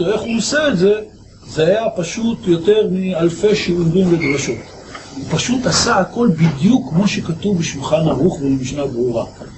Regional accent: Rishon LeZion, Central District, Israel; אני גדלתי בארץ ישראל, דור רביעי בארץ ישראל, נולדתי בראשון לציון

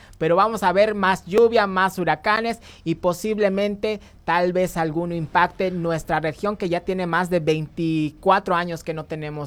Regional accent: Yucatán, Mexico; nosotros lo que sí nos caracteriza como buenos yucatecos

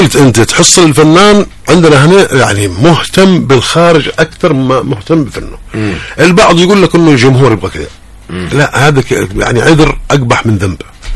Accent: Hadhramaut, Yemen; نحن كفرق موسيقية من حضرموت هنا

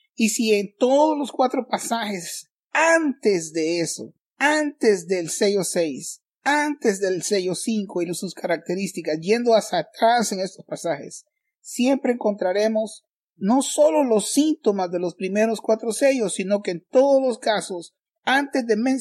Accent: Honduras; Yo soy hondureño

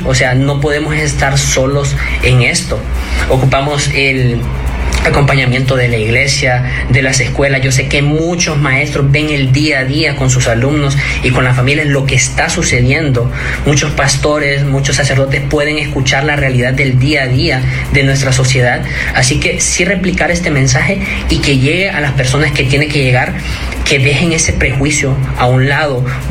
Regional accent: Honduras

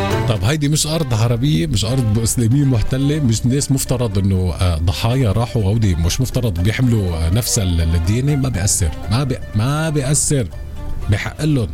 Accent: Lebanon; أنا كمواطن لبناني

